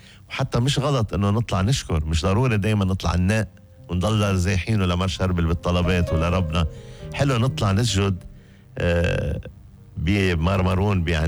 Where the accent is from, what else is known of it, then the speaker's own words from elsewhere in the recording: Mayrouba, Keserwan-Jbeil, Lebanon; عنا بضيعتنا على كتاف هالمدرج